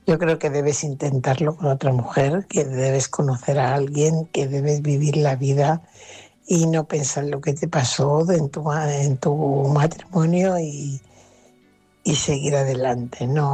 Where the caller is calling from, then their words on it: Fuenlabrada, Community of Madrid, Spain; corresponsal de Fuenlabrada.